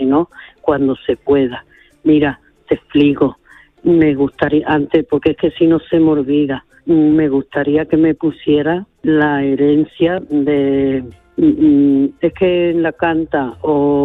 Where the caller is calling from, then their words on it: Palma del Río, Andalusia, Spain; de Palma de Río.